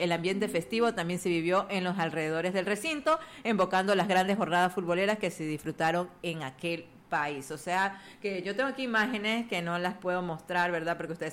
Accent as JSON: {"language": "Spanish", "country": "Ecuador", "said": "nosotros como ecuatorianos teníamos la guatita, la cebollada."}